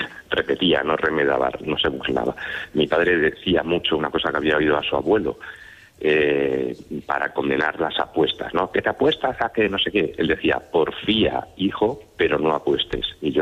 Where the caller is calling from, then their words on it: Madrid, Community of Madrid, Spain; llamo desde Madrid.